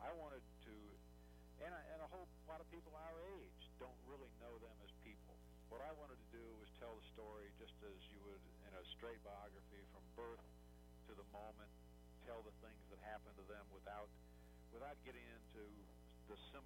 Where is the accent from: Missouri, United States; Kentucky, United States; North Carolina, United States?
Kentucky, United States; Louisville; but he knew I was from Louisville. He knew I was his hometown reporter.